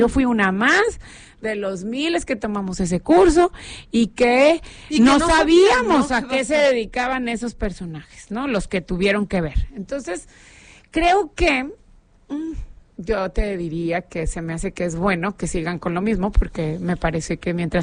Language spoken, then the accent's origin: Spanish; Nuevo León, Mexico; lo que queremos es nosotros, como cualquier regio, ¿no?